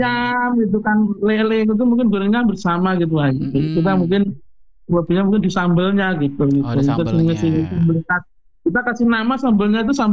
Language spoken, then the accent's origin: Indonesian; Wonogiri, Central Java, Indonesia; moved away; saya Purwantoro gitu, dari Wonogiri, sama-sama Wonogiri ya.